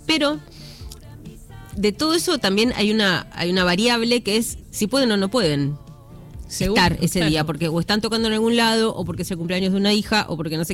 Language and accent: Spanish; Argentina; el momento que estemos atravesando nosotros como argentinos